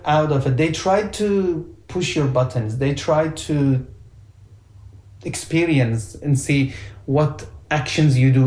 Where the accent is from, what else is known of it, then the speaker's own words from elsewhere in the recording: Afghanistan; we're from Afghanistan